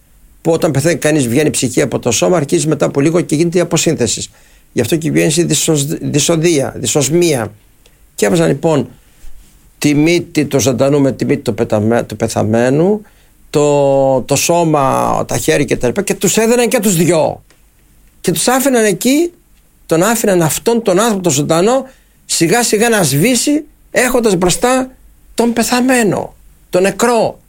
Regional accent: Greece; είμαστε Έλληνες

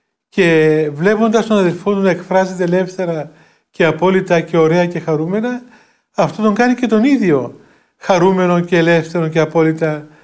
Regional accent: Greece; έχουμε την ευλογία να είμαστε Έλληνες

